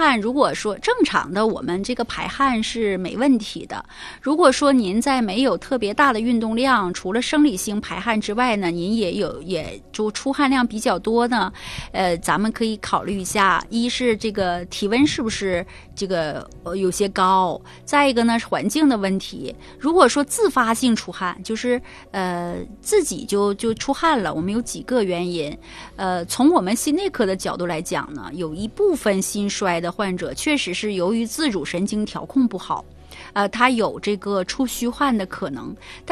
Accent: Northeast China, China

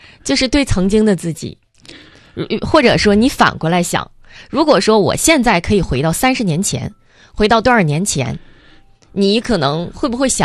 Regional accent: China

